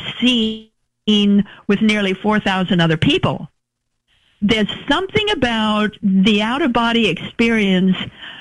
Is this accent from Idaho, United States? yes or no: yes; Idaho, United States; moved away; back in Idaho, I come from Idaho, state of Idaho.